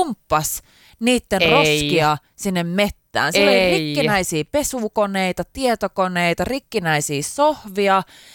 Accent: Jyväskylä, Central Finland, Finland; silloinkin kun mä kasvoin Jyväskylässä, niin meillä oli semmoinen niinku metsäalue siinä.

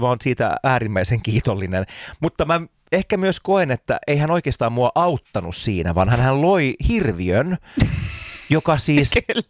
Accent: Siuntio, Uusimaa, Finland; moved away as an adult; now in Helsinki, Finland; kun minä muutin sieltä Siuntiosta isoon Helsinkiin aikoinaan siis opiskelemaan teatterikorkeakoulussa, olin 18-vuotias

